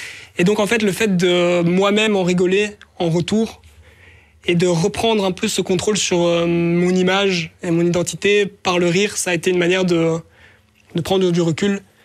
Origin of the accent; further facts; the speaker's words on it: Ixelles, Brussels-Capital Region, Belgium; born there; je suis né à Ixelles il y a 32 ans maintenant, et je suis humoriste.